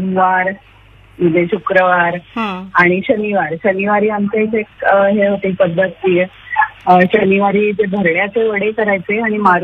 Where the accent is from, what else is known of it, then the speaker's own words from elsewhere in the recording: Kalyan, Maharashtra, India; moved away; मी म्हणजे कल्याणला माझं माहेर आहे.